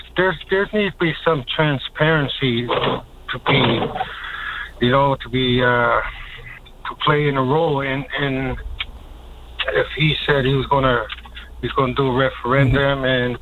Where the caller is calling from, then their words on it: Sheshatshiu, Newfoundland and Labrador, Canada; I'm an Indigenous person. I'm calling from Shishachu, and I'll be impacted with this, especially Gull Island is not very far from us.